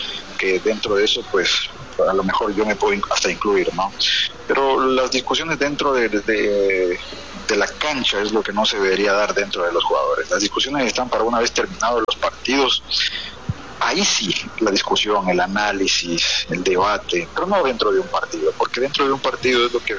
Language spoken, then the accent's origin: Spanish; Quinindé, Esmeraldas, Ecuador; now in Sucumbíos, Ecuador; con un equipo de Quinindé, mi ciudad natal, compañeros que conozco de toda la vida